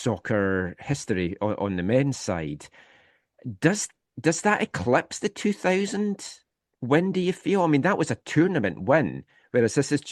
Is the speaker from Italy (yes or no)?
no; Scotland, United Kingdom; moved away; as a Scottish person that's never seen my country get out of the group stages